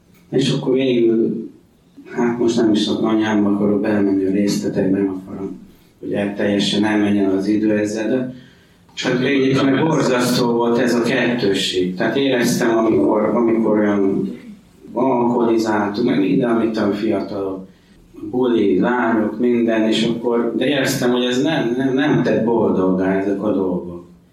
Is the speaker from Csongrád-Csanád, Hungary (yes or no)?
no; Györköny, Tolna, Hungary; also born or lived in Paks; Egy kis faluban nőttem fel, Pakson születtem, de Paks mellett Györkönyben nőttem fel.